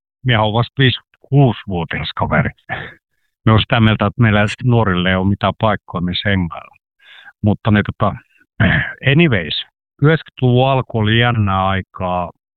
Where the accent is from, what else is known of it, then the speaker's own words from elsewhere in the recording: Karelia, Finland; Me ollaan Karjalasta vähän hitaita asioiden omaksumisessa